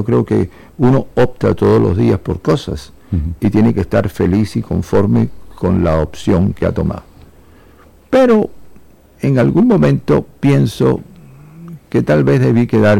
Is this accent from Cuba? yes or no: yes; Cuba; moved away; also born or lived in Spain / United States; Sí, en el 79, uh-huh. Salí de Cuba para España precisamente, en octubre del 79.